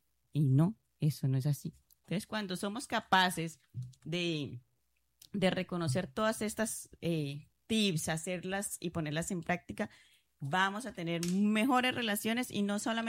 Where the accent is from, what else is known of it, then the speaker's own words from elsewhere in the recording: Santander, Colombia; Y como soy santandereana, entonces en el colegio a uno siempre le repetían, siempre adelante, ni un paso atrás